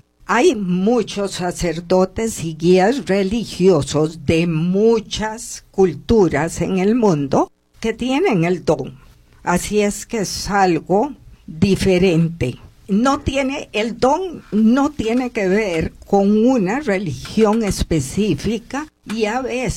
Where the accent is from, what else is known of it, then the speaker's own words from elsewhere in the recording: Costa Rica; born there; yo nací, mi espíritu escogió en esta encarnación venir, nacer en Costa Rica, en un cuerpo femenino, en raza blanca.